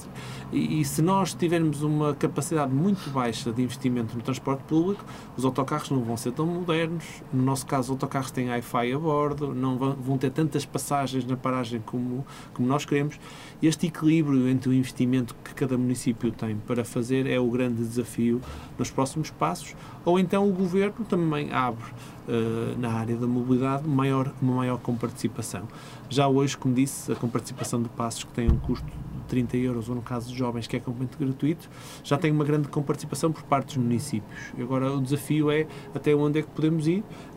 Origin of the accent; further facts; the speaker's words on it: Matosinhos, Porto, Portugal; Oportunidade para viver, e vivo cá, sempre vivi. Oportunidade para estudar, tenho muita felicidade em ter estudado na escola pública em Matosinhos